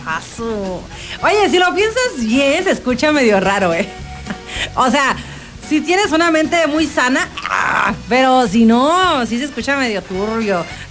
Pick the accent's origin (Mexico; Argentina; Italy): Mexico; Piedras Negras, Coahuila; soy de Piedras Negras, Coahuila. Estamos como a media hora, pero, o sea, un río nos divide.